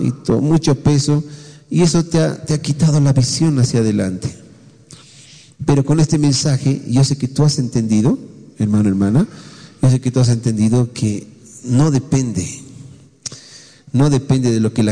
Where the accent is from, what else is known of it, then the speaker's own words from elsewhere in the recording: Bolivia; Puede haber algún peruano aquí, no sé, pero la mayoría de los que estamos aquí somos bolivianos.